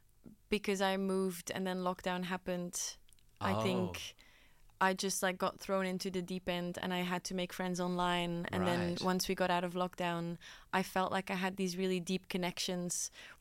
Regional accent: Belgium; moved away as an adult; now in Australia; I'm from Belgium.

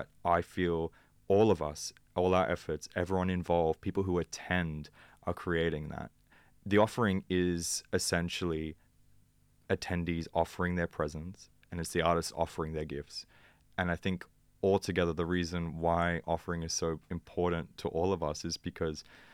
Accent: Sydney, New South Wales, Australia; I mean, I'm originally from Southwest Sydney

